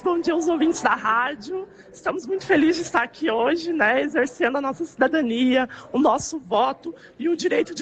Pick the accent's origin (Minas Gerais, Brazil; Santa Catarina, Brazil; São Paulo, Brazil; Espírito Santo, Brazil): Santa Catarina, Brazil; Erval d'Oeste; born or raised there